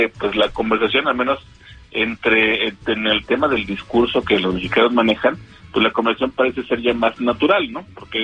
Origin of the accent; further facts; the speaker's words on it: Mexico; Al fin de cuentas, así somos los mexicanos también.